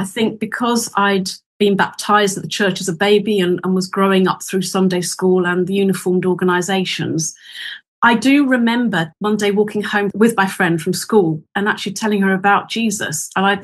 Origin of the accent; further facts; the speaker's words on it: South East England, United Kingdom; Not too far away. I was born in Surrey and grew up in a lovely home.